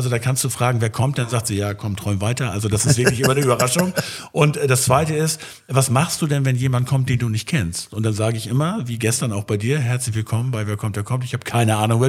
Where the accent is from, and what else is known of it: Northern Germany, Germany